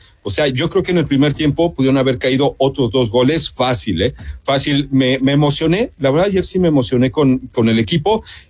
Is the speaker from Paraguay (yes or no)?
no; Mexico